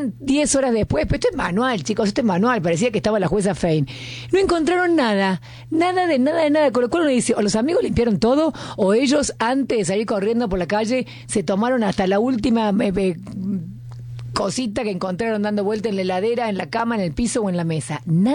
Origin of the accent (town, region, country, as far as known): Argentina